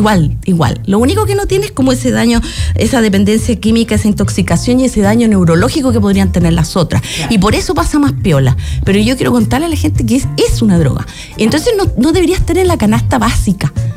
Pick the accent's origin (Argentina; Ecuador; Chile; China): Chile; nos es muy difícil como chileno